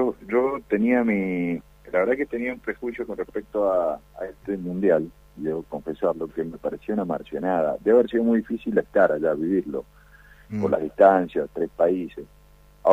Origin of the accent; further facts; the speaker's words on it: Mendoza, Argentina; para nosotros, como mendocinos en el deporte